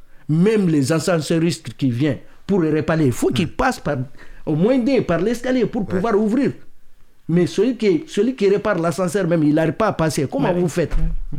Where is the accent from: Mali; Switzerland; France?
Mali